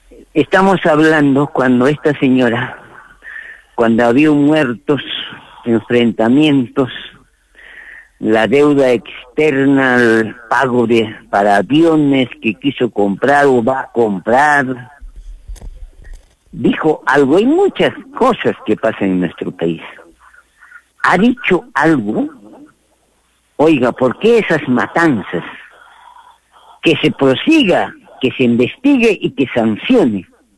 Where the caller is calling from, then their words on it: Peru; viva el Perú, quiero a mi país. Yo soy auténtico como peruano.